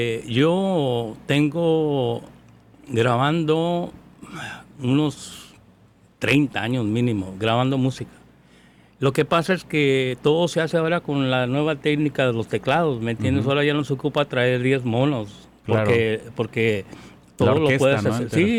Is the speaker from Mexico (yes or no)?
yes; Ciudad Juárez, Chihuahua, Mexico; now in Sacramento, United States; Yo vengo de Ciudad Juárez.